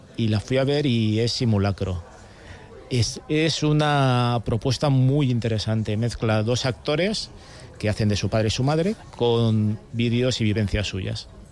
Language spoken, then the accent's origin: Spanish; Catalonia, Spain; now in Málaga, Spain